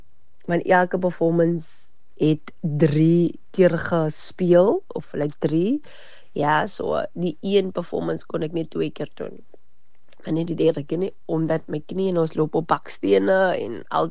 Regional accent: George, Western Cape, South Africa; ek is alipad van George. Ek het groot geraak in Rosemore.

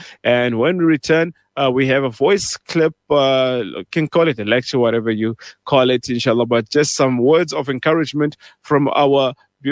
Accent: Pretoria, Gauteng, South Africa; I mean, originally I'm from Pretoria myself, studied first year in my in terms of the Mu'allim course in Lodium, then came to Johannesburg.

